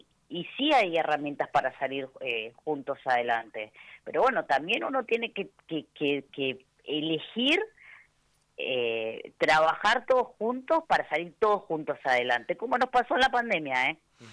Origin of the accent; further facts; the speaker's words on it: Argentina; lo que más lamento como argentina